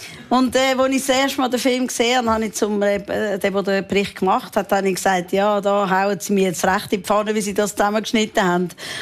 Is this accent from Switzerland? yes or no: yes; Switzerland; Ich bin Schweizerin. Ich kenne sehr viele Länder sehr gut